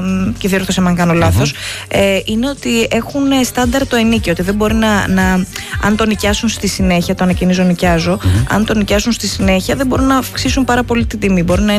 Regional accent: Agrinio, Western Greece, Greece; moved away

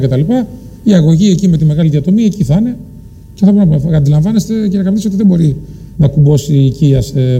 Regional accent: Gaitani, Ionian Islands, Greece; το Γαϊτάνι που τυχαίνει εκείνη και το χωριό μου, το ιστορικό Γαϊτάνι

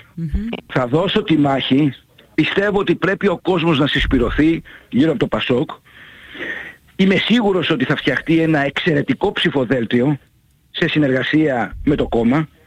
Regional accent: Kefalonia, Ionian Islands, Greece; νιώθω τεράστια υπερηφάνεια ως Κεφαλονίτης

